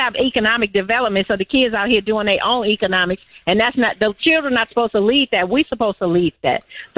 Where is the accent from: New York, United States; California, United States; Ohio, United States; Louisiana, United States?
Louisiana, United States; now in Chicago, United States; I'm originally from Louisiana.